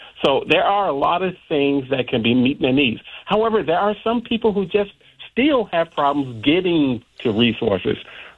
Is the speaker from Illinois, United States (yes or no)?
yes; Chicago, Illinois, United States; also born or lived in Hyde Park, Chicago; hey, I'm from Inglewood, even though I didn't go to high school in that area. My family moved a little east when I went to Hyde Park, the greatest high school in Chicago and really the nation.